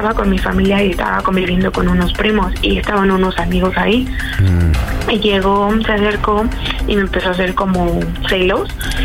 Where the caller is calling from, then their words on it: Guadalajara, Jalisco, Mexico; tengo 24, soy de Guadalajara.